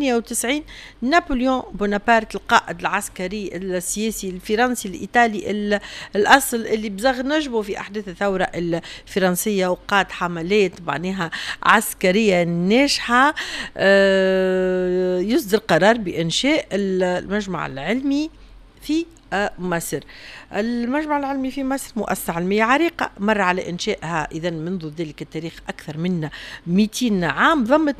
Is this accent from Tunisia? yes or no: yes; Tunisia